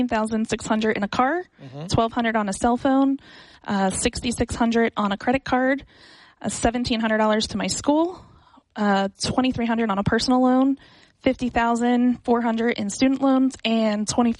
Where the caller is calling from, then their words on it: Pennsylvania, United States; We're about an hour north of Philadelphia, Pennsylvania.